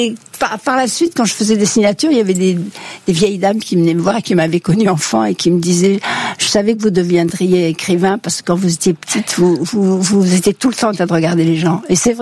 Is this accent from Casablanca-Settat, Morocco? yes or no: yes; Casablanca, Casablanca-Settat, Morocco; moved away; Et moi, je suis née au Maroc, vous savez.